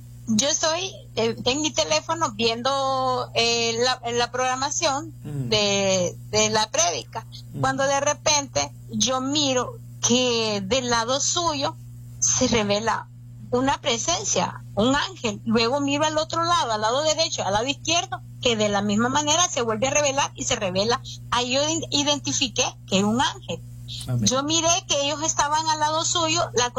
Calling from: Choluteca, Honduras; De Honduras, Choluteca.

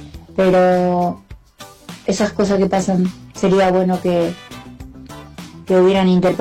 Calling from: Ituzaingó, Buenos Aires Province, Argentina; de Ituzaingó.

